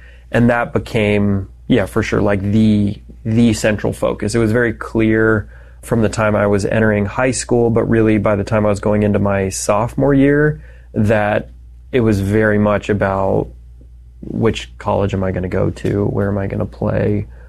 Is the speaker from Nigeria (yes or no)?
no; Colorado, United States; So I was brought up in just outside of Denver.